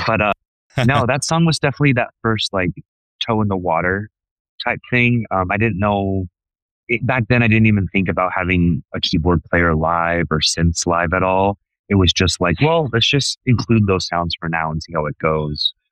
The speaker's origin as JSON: {"language": "English", "town": "Phoenix", "region": "Arizona", "country": "United States", "tie": "born there", "also_born_or_lived": "El Paso, Texas", "moved": "as an adult", "lives_now": "Austin, United States", "said": "Born and raised in El Paso, but I was essentially growing up in Phoenix."}